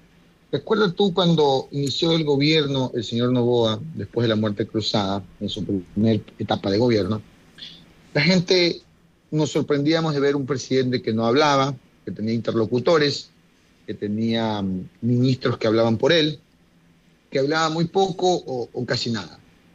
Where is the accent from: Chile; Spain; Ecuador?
Ecuador